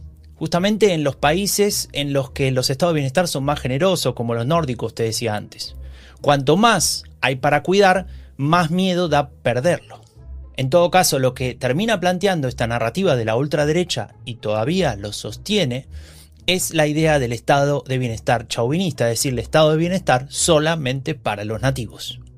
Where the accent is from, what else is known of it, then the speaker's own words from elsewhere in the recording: Argentina; moved away; En Argentina, de donde vengo